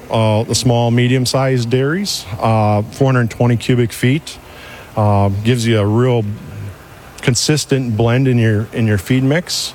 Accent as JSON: {"language": "English", "region": "Wisconsin", "country": "United States", "tie": "born or raised there", "said": "Born and raised in near Green Bay, Wisconsin. Grew up on a dairy farm, 90 cow herd."}